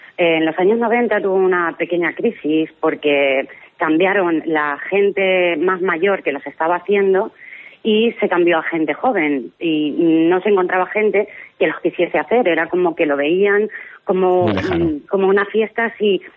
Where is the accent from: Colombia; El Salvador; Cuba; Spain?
Spain; Abengibre, Castilla-La Mancha